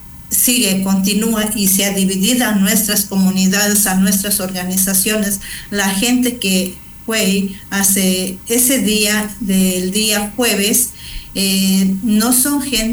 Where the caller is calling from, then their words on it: Napo, Ecuador; Un gusto saludarles desde la provincia de Napo.